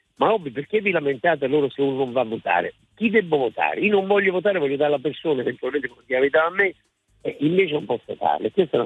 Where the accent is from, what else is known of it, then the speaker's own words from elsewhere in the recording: Naples, Campania, Italy; io che sono napoletano